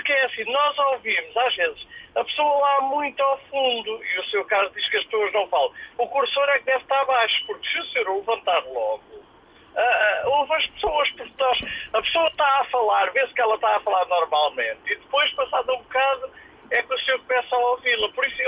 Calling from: Samora Correia, Santarém, Portugal; E sou de Samora Correia.

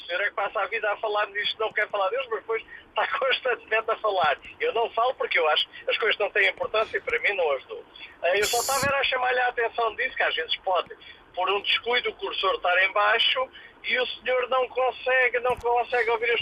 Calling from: Samora Correia, Santarém, Portugal; E sou de Samora Correia.

